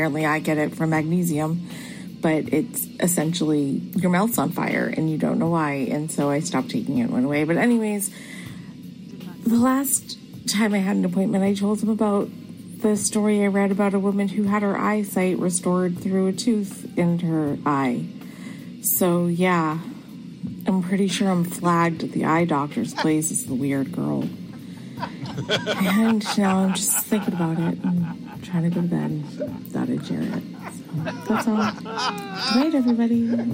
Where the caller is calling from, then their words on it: New Hampshire, United States; I'm from New Hampshire